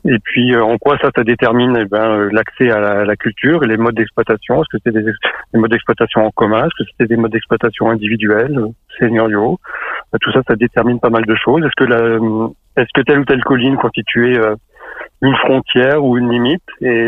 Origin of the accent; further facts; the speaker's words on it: Vichy, Auvergne-Rhône-Alpes, France; also born or lived in Bayeux; Enfin, moi, je suis natif de Vichy, mais ma famille était originaire de Bayeux, donc j'ai grandi en partie là-bas.